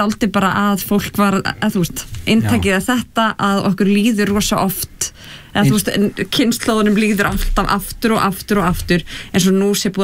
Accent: Hafnarfjörður, Capital Region, Iceland; af því við erum hvoru úr Hafnarfirði

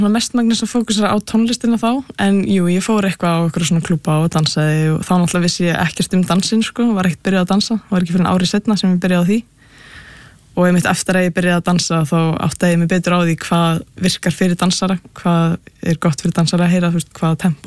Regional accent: Capital Region, Iceland; Nei, ég er ættu að vestan ég úlst upp bara hérna bara á höfburgarsvæðinu sko.

